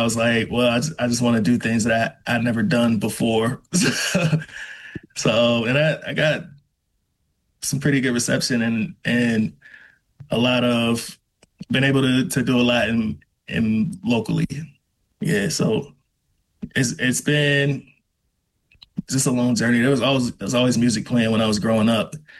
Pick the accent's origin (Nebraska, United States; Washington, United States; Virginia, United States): Virginia, United States; Roanoke; from Roanoke. Born and raised, an artist and an activist and an educator and a man of many hats, a coach.